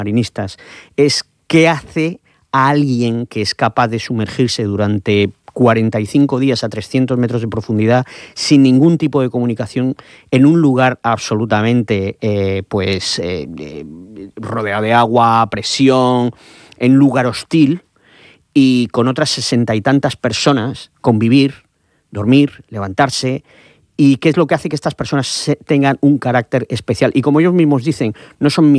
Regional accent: Cartagena, Region of Murcia, Spain; como murcianos y como y sobre todo los de Cartagena

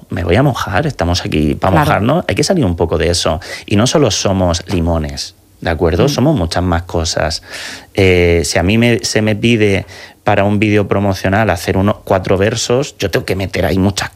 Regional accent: Region of Murcia, Spain; yo soy de Murcia. Yo inicio mis frases con hacho, ¿verdad? Y la suelo cerrar con pijo

